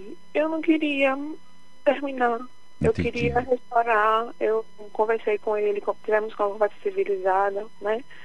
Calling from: Recife, Pernambuco, Brazil; De Recife.

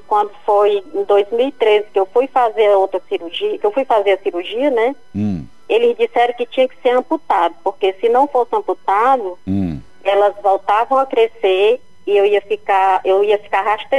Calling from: Fortaleza, Ceará, Brazil; Eu falo de Fortaleza.

